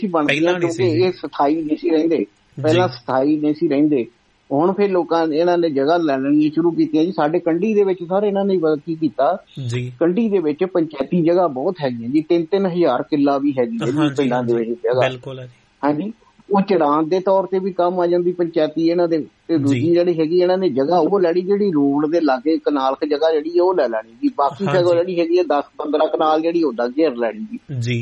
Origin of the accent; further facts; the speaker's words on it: Punjab, India; ਅਸੀਂ ਪਿੰਡਾਂ ਦੇ ਰਹਿਣ ਵਾਲੇ ਹੈਗੇ ਆ, ਸਾਡੀ ਤਾਂ ਵੋਟ ਵੀ ਹੈ ਨੀ ਸ਼ਹਿਰਾਂ ਦੇ ਵਿੱਚ